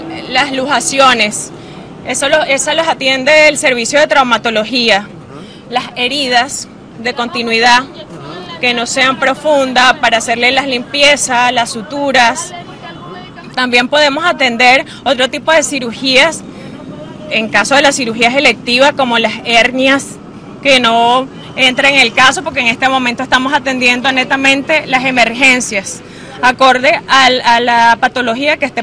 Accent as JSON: {"language": "Spanish", "country": "Venezuela", "said": "donde unidos como hermanos venezolanos, donde el compromiso de la salud debe ir más allá, con vocación, con amor, con humildad, porque nosotros los venezolanos nos caracteriza es que sabemos salir adelante a las dificultades."}